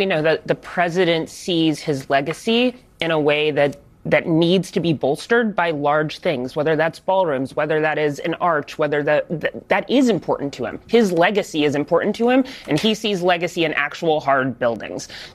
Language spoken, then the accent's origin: English; Texas, United States; I think it's interesting, and I'm going to bring it back to my home state of Texas.